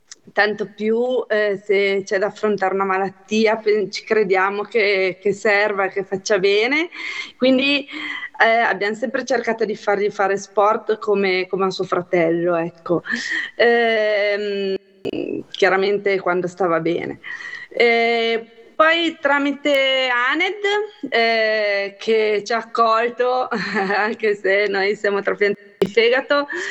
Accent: Liguria, Italy; now in Varazze, Italy; a Varazze, dove viviamo, tennis anche, nuoto, diciamo che essendo liguri

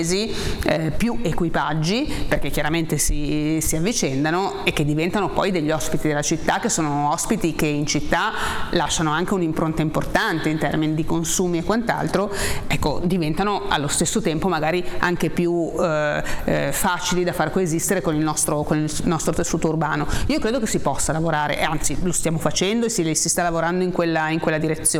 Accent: Genoa, Liguria, Italy; Noi siamo genovesi

